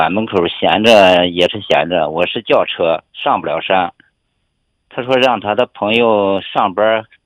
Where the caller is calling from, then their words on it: Henan, China; 我就是河南的，来新疆自驾游